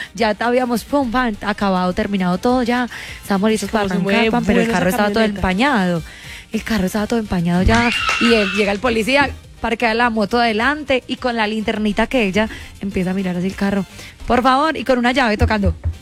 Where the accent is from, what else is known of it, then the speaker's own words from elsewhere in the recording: Entre Ríos, Argentina; Yo también soy de pueblo, yo soy de Entre Ríos.